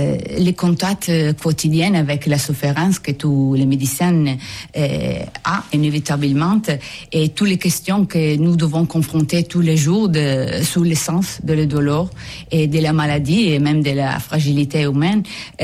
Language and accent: French; Italy; Oui, je suis italienne.